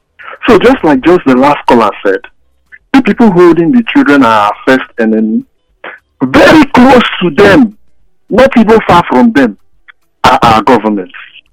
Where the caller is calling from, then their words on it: Lagos, Nigeria; from Surulere.